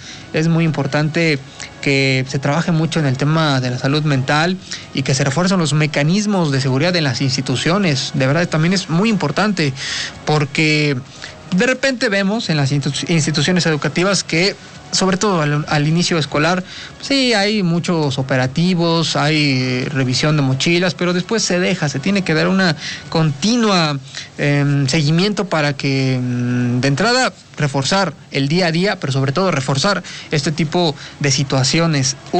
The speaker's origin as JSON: {"language": "Spanish", "country": "Mexico", "said": "Es lo que nos distingue como sociedad mexicana"}